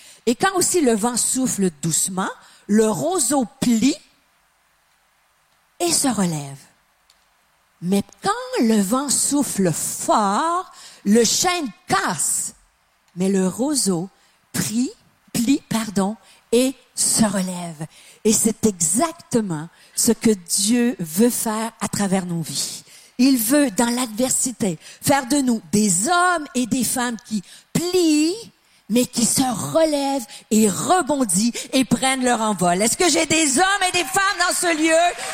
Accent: Quebec, Canada; moi, je suis pas française, je suis québécoise.

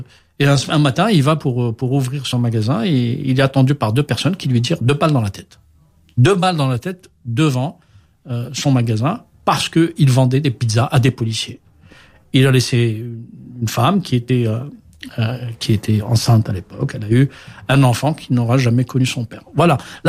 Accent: Algiers, Algiers Province, Algeria; Quand j'étais en Algérie, oui, parce que, en fait, je suis né à Alger, tu l'as rappelé, et j'appartiens à une génération né au lendemain de l'indépendance de l'Algérie, donc dans les années 60.

